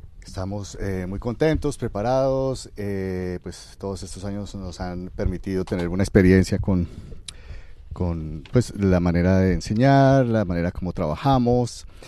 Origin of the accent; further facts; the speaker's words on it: Colombia; now in United States; Exacto, yo que soy colombiano.